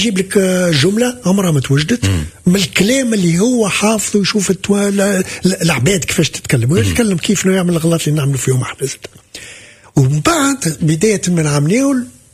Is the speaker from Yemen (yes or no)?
no; Tunisia; moved away as an adult; انا جاي من تونس